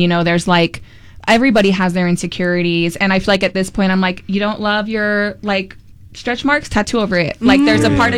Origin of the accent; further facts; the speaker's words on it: Salt Lake City, Utah, United States; I grew up in Rose Park here in Salt Lake